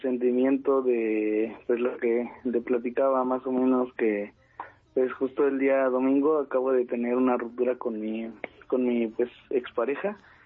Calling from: Acolman, State of Mexico, Mexico; Soy aquí de Acolman, Estado de México.

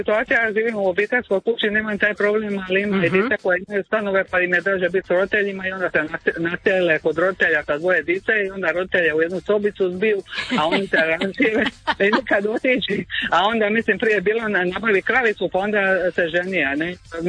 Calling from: Croatia

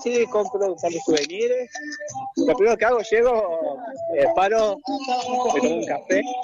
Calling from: Pablo Nogués, Buenos Aires Province, Argentina; hincha de San Miguel, pero soy de Nogués.

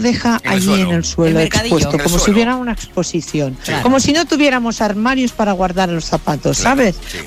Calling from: Balaguer, Catalonia, Spain; llamo desde Balaguer.

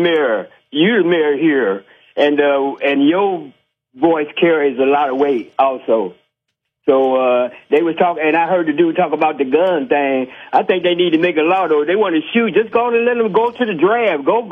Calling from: United States; I'm from Evandale.

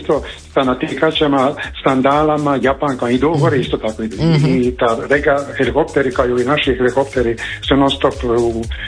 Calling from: Croatia

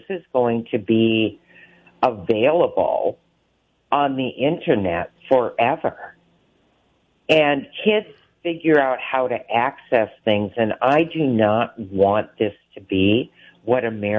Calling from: Minnesota, United States; I'm calling from Minnesota

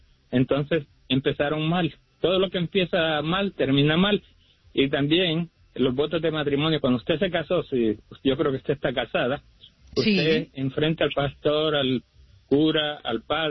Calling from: Phoenix, Arizona, United States; Sí, lo estoy llamando de aquí de Phoenix, Arizona.

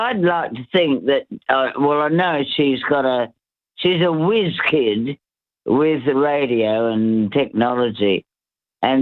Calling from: Western Australia, Australia; I am a West Australian, a true blue West Australia person.

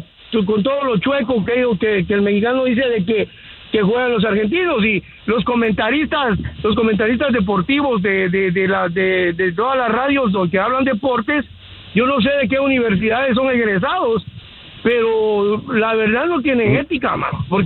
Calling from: Guatemala; Yo como guatemalteco

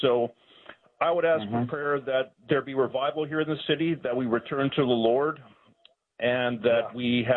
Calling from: Winnipeg, Manitoba, Canada; the city of Winnipeg where I live here.

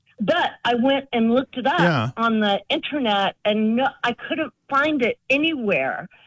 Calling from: Dallas, Texas, United States; I'm calling from Dallas, Texas.

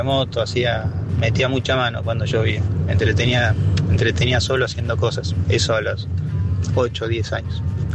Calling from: Buenos Aires, Argentina; de Núñez. Tengo 53.

